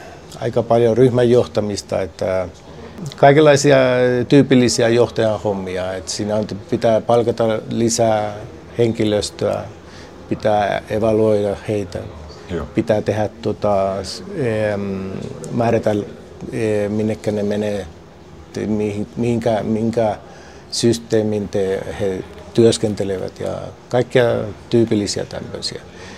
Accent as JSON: {"language": "Finnish", "region": "North Karelia", "country": "Finland", "tie": "born or raised there", "also_born_or_lived": "Kuopio", "moved": "as an adult", "lives_now": "Chile", "said": "Mä oon ollut 27 vuotta Chilessä. Mä synnyin Joensuun lähellä, kävin koulun siellä ja sitten mä menin ammattikorkeakoulun Kuopiossa"}